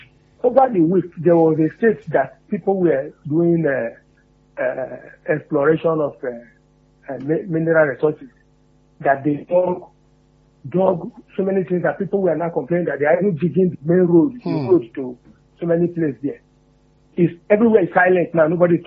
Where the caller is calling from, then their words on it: Oyo, Nigeria; calling you from Oluguaru.